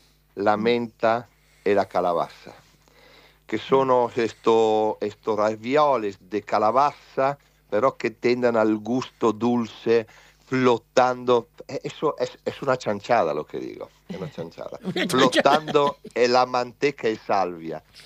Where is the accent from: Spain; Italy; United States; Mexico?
Italy; moved away as an adult; now in Argentina; Nací en Italia, viví en Italia muchos años, vine a vivir en Argentina